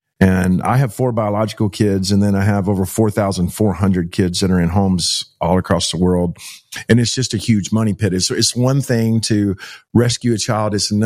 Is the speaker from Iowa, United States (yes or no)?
no; Joshua, Texas, United States; Yeah, so I grew up about 10 miles from you in Keene. I grew up in Joshua, Texas, and that's also where our food bank is.